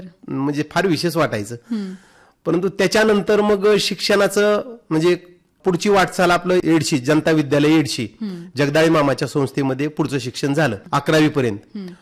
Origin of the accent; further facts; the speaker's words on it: Chorakhali, Maharashtra, India; also born or lived in Yedshi; चोराखळी या ठिकाणी माझं शिक्षण झालं.